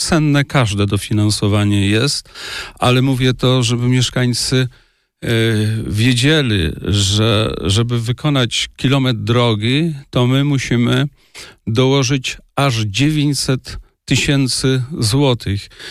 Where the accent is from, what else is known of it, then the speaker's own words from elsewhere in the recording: Iłów, Masovian Voivodeship, Poland; trzeba jakąś, myślę, jakoś to podkreślać, że my jesteśmy stąd, nasi bohaterowie są z Iłowa, z ziemi iłowskiej.